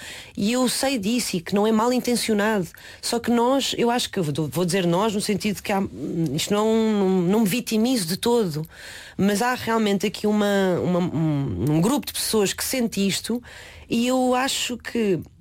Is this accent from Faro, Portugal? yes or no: no; Cascais, Lisbon, Portugal; born there; first language Mandarin; Portuguese is a second language; also born or lived in Leiria / China; Sou de Leiria. Não, por acaso acho que nunca tive o hábito de dizer que sou de Leiria, porque nasci lá e com meses de idade mudei-me para Cascais. Mudei-me? Não, os meus pais mudaram-se e levaram-me atrás. E passei as minhas férias escolares em Leiria até aos meus 12, 13 anos.